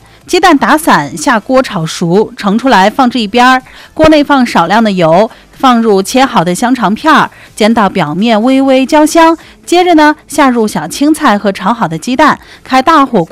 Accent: Xinjiang, China; 咱们新疆人

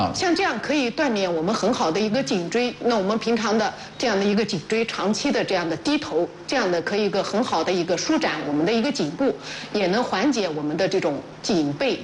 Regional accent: China; 我们讲其实我们中国人是比较喜欢这种粥的，

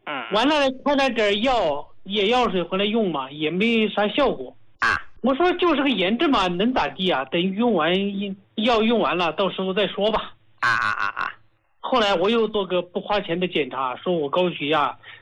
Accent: Hubei, China; 我是胡家老膏的受益者啊，我是湖北人，

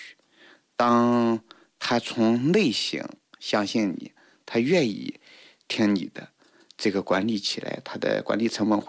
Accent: China; 我们中国人也是特别热衷于通过学习而去从政，

